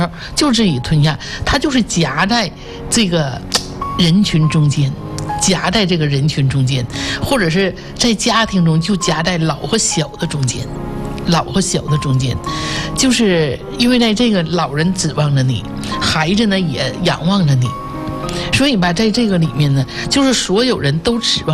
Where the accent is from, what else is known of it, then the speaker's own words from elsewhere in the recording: Jinzhou, Liaoning, China; 我生在锦州，长在锦州。